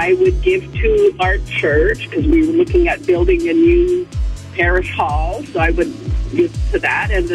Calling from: Langley, British Columbia, Canada

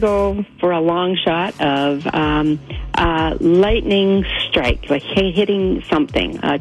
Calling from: Mission, British Columbia, Canada

